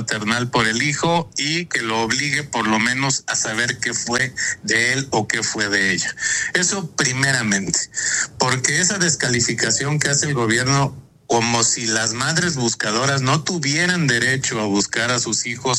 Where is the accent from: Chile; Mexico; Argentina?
Mexico; a mí francamente sí me hizo sentir, digamos que mal como mexicano